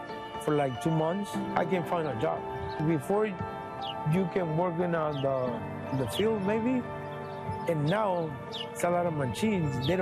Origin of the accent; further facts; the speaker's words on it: Mexico; moved away; Soy mexicano, pero la vida te hace tu pensamiento diferente. Con tanto año vivir en otro país, bastante diferente.